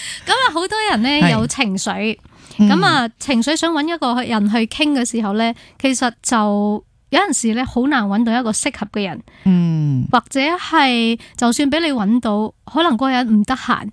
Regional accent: Malaysia; moved away as an adult; now in Hong Kong; 即是来到香港，其实我发现哇很多东西不适应的时候，家人又没得讲啦，因为我自己选择的嘛，跟住又冇乜朋友喺香港，即系马来西亚有朋友嘅，

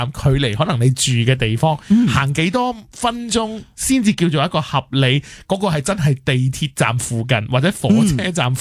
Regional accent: Hong Kong

